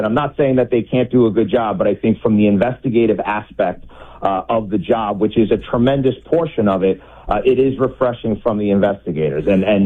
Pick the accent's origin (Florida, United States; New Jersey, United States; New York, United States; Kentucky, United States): New York, United States; Like I said, my home state of New York, $2 million a day in fraud.